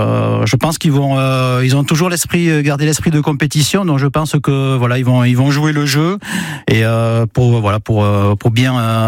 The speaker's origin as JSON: {"language": "French", "town": "Sainte-Colombe", "region": "Nouvelle-Aquitaine", "country": "France", "tie": "born or raised there", "said": "Oui, c'est vrai, ça fait une trentaine d'années que je suis à Toulousette, parce que je suis natif de Sainte-Colombe."}